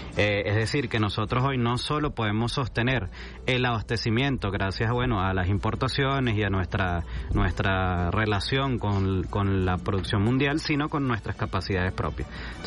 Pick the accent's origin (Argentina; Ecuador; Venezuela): Venezuela; nosotros, por supuesto, como venezolanos, venezolanas, recordamos mucho ese difícil año 2017